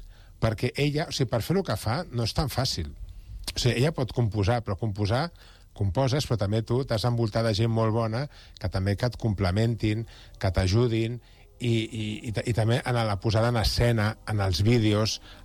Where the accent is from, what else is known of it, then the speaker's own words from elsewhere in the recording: L'Hospitalet de Llobregat, Catalonia, Spain; Jo soc d'Hospitalet, no? Ja li deia abans a la Carme, no? I un punt de flamenquillo d'Hospitalet també el porto.